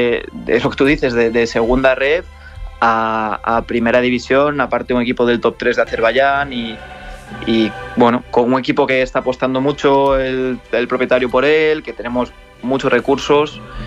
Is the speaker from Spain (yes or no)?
yes; Spain